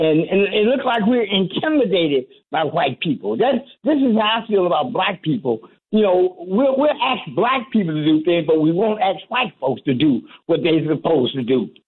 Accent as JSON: {"language": "English", "town": "Detroit", "region": "Michigan", "country": "United States", "tie": "born or raised there", "said": "growing up in Detroit."}